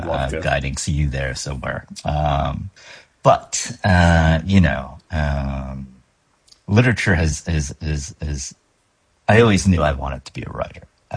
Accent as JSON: {"language": "English", "region": "New Jersey", "country": "United States", "tie": "born or raised there", "said": "I'm commuting in from Jersey. So I was born and raised in Jersey."}